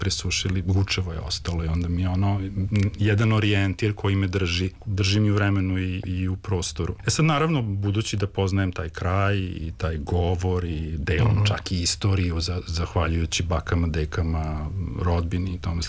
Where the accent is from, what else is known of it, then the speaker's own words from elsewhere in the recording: Novi Sad, Vojvodina, Serbia; Ja kao neko ja sam odrastao u Novom Sadu, ali sam jako puno vremena provodio u Tršiću, jer su mi i majka i otac iz Tršića.